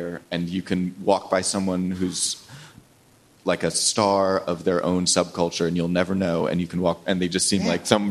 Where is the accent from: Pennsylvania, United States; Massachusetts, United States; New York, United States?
New York, United States; Ithaca; also born or lived in Washington, D.C., United States; I grew up in Ithaca, New York. I spent 3 years in Washington, D.C., and I've spent, since then, I lived in New York since 2009.